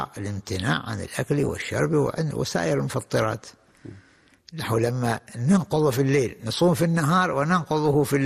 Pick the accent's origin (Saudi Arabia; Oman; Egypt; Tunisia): Oman; وخاصة احنا عندنا في عمان أو في دول منطقة الخليج